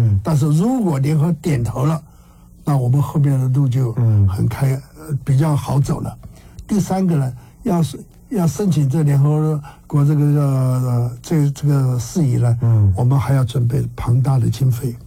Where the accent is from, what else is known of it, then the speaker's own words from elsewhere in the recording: Taiwan; 我是身为台湾人嘛，中国台湾人